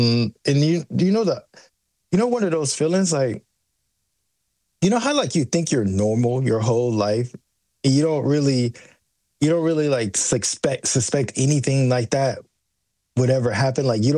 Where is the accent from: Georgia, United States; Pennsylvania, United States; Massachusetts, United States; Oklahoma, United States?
Georgia, United States; So, you know, me and my friends, especially growing up in Georgia, like we have woods, a lot of woods everywhere.